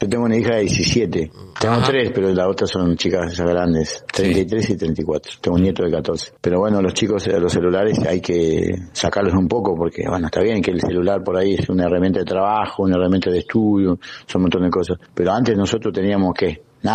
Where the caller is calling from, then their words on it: Santiago del Estero, Argentina; Al menos yo que soy de Santiago aprendí así.